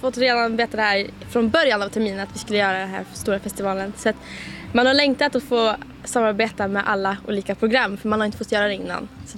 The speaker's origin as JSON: {"language": "Swedish", "town": "Skellefteå", "region": "Västerbotten County", "country": "Sweden", "said": "Skellefteå."}